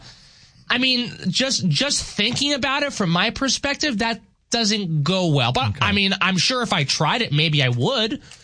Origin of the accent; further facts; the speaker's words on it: New York, United States; growing up in New York, I never went deer hunting, you know, going to college in Jersey, never went deer hunting.